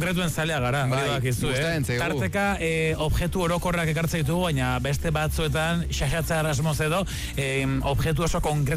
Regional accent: Basque Country, Spain; Gipuzkoarra gara, eta Gipuzkoako kostaldea zola gara

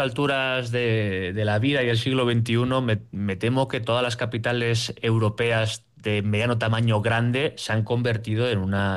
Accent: Irún, Basque Country, Spain; now in Paris, France; un croissant seguramente sea más barato en París que en Irún, por ejemplo, ¿no? Que yo, que soy de Irún.

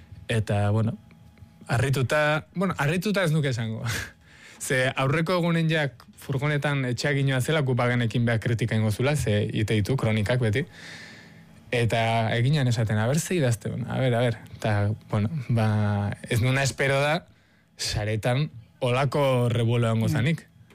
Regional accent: Tolosa, Basque Country, Spain; now in Madrid, Spain; ezingo nuke Madrilen bizi Euskal Herririk gabe, eta ezingo nuke Tolosan egon Madrilik gabe, ere, ni Tolosarra naiz.

